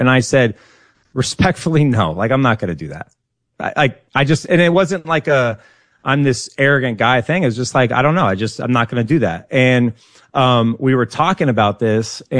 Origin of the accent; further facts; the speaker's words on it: Santa Ana, California, United States; And again, I grew up middle class in Santa Ana.